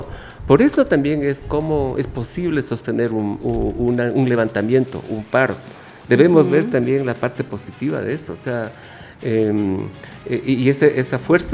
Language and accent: Spanish; Ecuador; los ecuatorianos cada vez hemos ido alimentando más el orgullo por ser ecuatorianos.